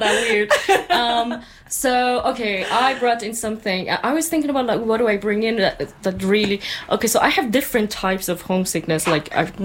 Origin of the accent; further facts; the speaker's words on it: Ahvaz, Khuzestan, Iran; moved away; I'm from Ahvaz, and that is in South Iran, and it's very much influenced by coastal Iranians